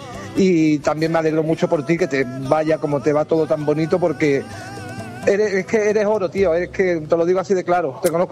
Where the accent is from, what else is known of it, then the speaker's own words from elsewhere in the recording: Vélez-Málaga, Andalusia, Spain; yo me siento muy beleño, muy malagueño, muy del pueblo